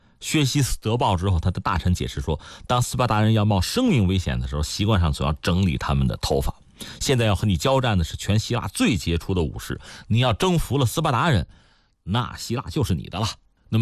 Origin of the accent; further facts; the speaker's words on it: China; 按照我们中国人老话